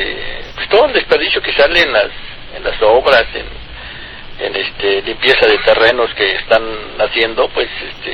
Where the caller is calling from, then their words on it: Huixquilucan, State of Mexico, Mexico